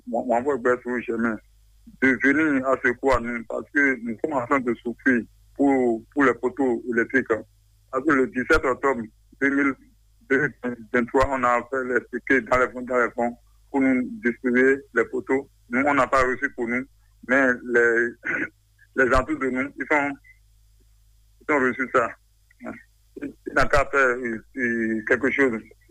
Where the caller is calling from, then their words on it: Porto-Novo, Ouémé, Benin; J'appelle du Port-Nouveau, commune d'Adira, arrondissement de Marie, Tati-Yaville